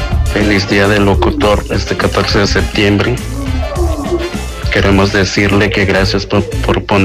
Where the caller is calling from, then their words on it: Chiapa de Corzo, Chiapas, Mexico; la escucho todos los días aquí en la Colonia del Palmar, municipio de Chiapa de Corzo.